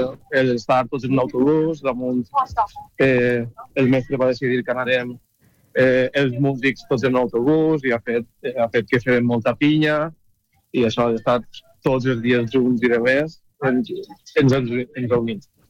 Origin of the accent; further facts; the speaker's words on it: Valencian Community, Spain; per a les bandes que som de la Comunitat Valenciana